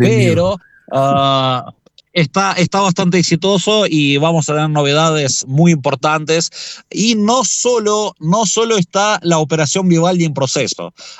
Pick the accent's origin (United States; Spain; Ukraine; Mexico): Ukraine; Kharkiv Oblast; moved away; en mi provincia natal, en Kharkiv